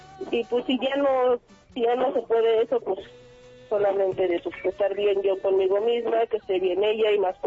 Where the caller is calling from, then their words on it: Cuautitlán, State of Mexico, Mexico; Yo vivo en Cuautitlán.